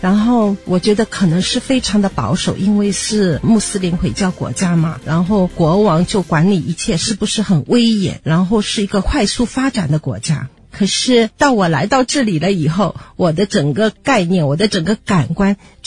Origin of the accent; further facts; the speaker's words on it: Shanghai, China; moved away as an adult; now in Brunei; 我来自中国的魔都，大家都知道魔都就是上海，我来文莱已经20多年了。同样的，我是因为年轻的时候就义无反顾地嫁给了爱情，然后我就在文莱这片土地上生根了。